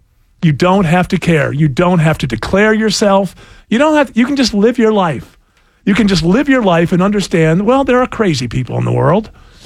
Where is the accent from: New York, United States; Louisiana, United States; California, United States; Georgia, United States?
New York, United States